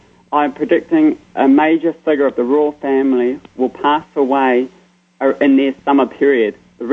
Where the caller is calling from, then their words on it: New Zealand; I'm calling from New Zealand.